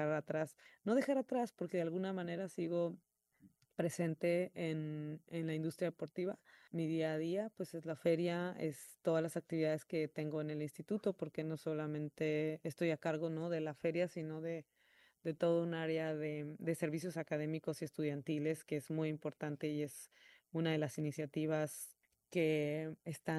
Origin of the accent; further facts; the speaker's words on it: Jalisco, Mexico; Muy raro, porque yo soy mexicana y a mí, no, bueno, el mariachi me encanta. O sea, yo soy de Jalisco